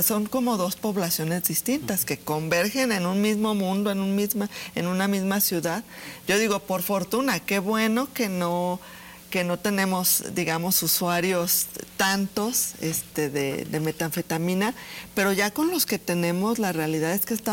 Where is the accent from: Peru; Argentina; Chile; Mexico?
Mexico; now in Aguascalientes, Mexico